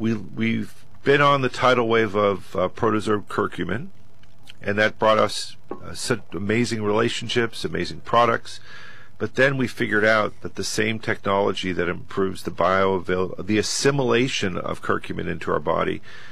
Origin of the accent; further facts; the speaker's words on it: United States; I'll say, yes, I am an American.